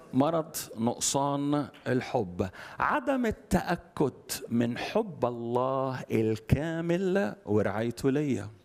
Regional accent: Alexandria, Alexandria Governorate, Egypt; also born or lived in Upper Egypt; انا اسكندراني صعيدي بس اسكندراني.

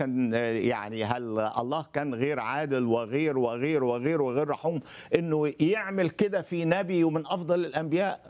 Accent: Upper Egypt, Egypt; زي ما عندنا في الصعيد

